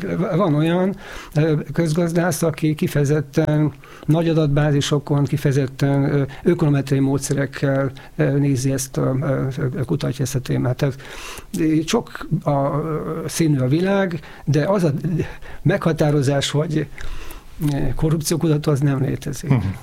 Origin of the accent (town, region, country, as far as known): Hungary